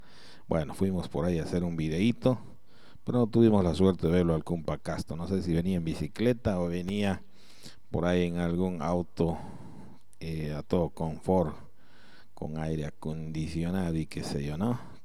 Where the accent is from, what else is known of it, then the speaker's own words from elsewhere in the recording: Pasorapa, Cochabamba, Bolivia; moved away; un abrazo grande a mi tierra, Pasorapa